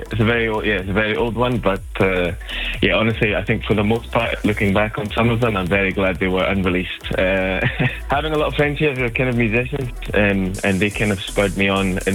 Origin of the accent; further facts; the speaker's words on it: Scotland, United Kingdom; now in Berlin, Germany; Yes. But, yeah. I'm originally from Scotland.